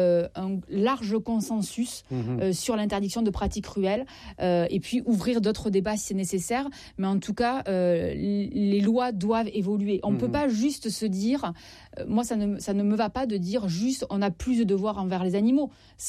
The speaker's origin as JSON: {"language": "French", "region": "Southwest France", "country": "France", "said": "Non. Alors, attendez, d'accord. Je suis du Sud-Ouest."}